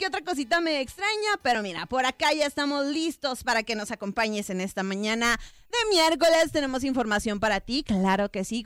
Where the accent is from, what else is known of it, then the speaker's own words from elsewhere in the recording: Mexico; todavía más orgulloso de ser mexicano